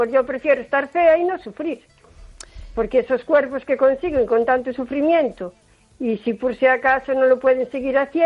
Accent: O Carballiño, Galicia, Spain; la de Carballiño.

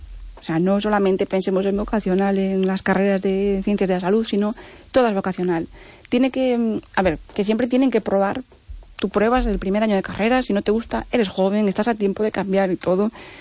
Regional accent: Vigo, Galicia, Spain; Es en la zona cerca de en Vigo, cerca del Parque de Castrelos y demás

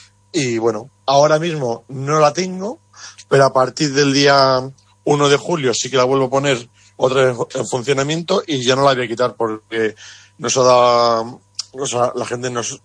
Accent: Chinchón, Community of Madrid, Spain; now in A Coruña, Spain; Porque ni mi pareja ni yo somos de aquí. Ella es de Cáceres, yo soy de Chinchón, de Madrid. Y bueno, llegamos aquí a Coruña.

